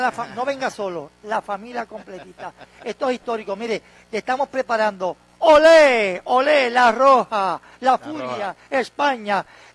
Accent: Puerto Rico

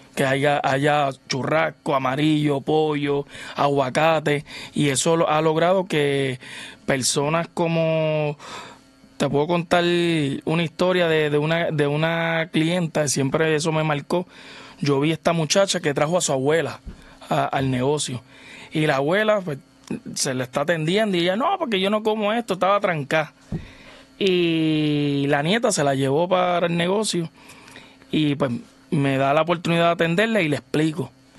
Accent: Levittown, Toa Baja, Puerto Rico; Fui criado, como quien dice, en Levittown, Toa Baja.

